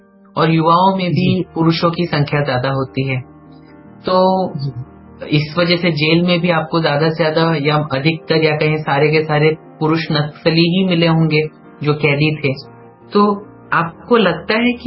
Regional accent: Chhattisgarh, India; क्योंकि मैं खुद भी छत्तीसगढ़ से हूँ तो मुझे इस चीज का पता है, क्योंकि हमारी भाषा या हमारे पहनावे या बोलचाल में एक सादगी है

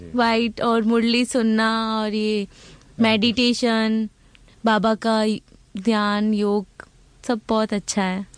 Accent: Jodhpur, Rajasthan, India; moved away as an adult; now in Abu Road, India; basically मैं जोधपुर से belong करती हूँ और अभी मैं आबू रोड में शिफ्ट हुई हूँ

